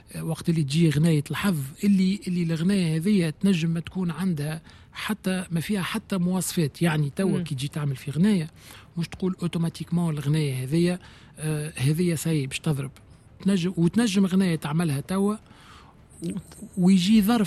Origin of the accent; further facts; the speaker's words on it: Tunisia; في تونس راهو عندنا برشا أصوات